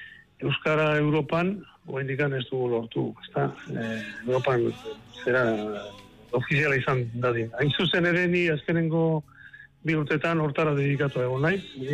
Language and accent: Basque; Tarragona, Catalonia, Spain; born there; Ni ere Tarragonan jaio nintzen.